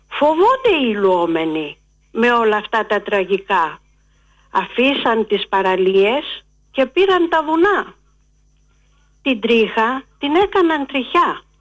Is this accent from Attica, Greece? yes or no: yes; Porto Rafti, Attica, Greece; από το Πορτοράφτη.